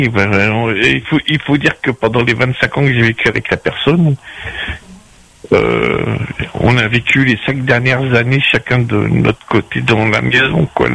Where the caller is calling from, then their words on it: Saint-Joseph, Réunion; Je suis sur Saint-Joux.